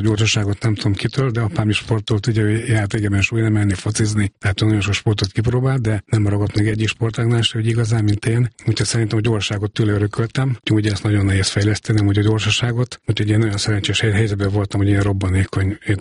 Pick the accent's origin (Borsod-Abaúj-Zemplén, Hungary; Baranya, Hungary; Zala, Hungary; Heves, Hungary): Borsod-Abaúj-Zemplén, Hungary; Miskolc; born there; Miskolcon születtem 1965-ben